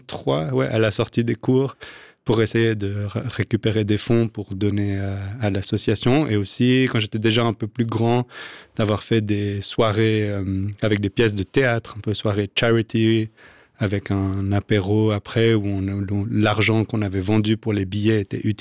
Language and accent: French; England, United Kingdom; Je pense que j'ai grandi en Angleterre, donc c'est quand je rentre au UK, je suis à la maison. Donc c'est là où j'ai passé mon enfance.